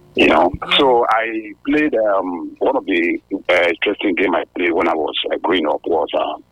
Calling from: Edo, Nigeria; I'm calling from the Iyala community, Orion Northeast, Edo State.

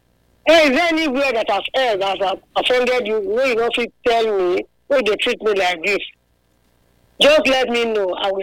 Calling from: Abuja, Federal Capital Territory, Nigeria; I am a mother from Abuja.

